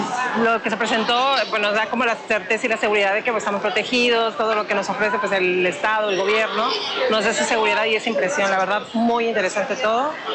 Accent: Mexico; De decir, bueno, soy mexicana y formo parte también de esto, no solamente...

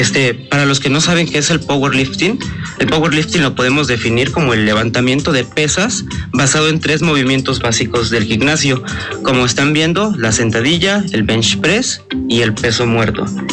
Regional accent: Atlixco, Puebla, Mexico; vengo de Atlixco, estoy estudiando en el Tecnológico Superior de Atlixco

